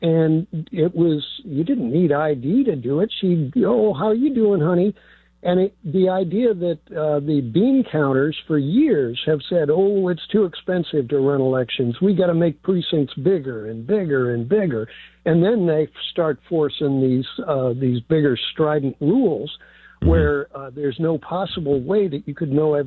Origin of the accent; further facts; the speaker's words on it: Webster, Missouri, United States; I told you I was raised in Missouri. I was in Webster.